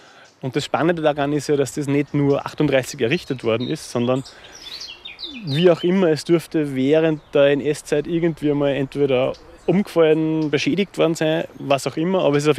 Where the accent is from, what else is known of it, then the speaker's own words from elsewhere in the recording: Upper Austria, Austria; Ich bin in Oberösterreich geboren und aufgewachsen. Wir haben daheim auch eine kleine Landwirtschaft.